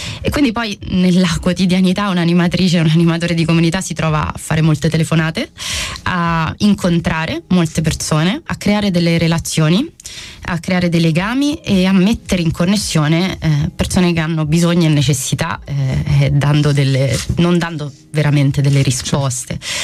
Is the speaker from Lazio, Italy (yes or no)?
yes; Rome, Lazio, Italy; Io sono di Roma.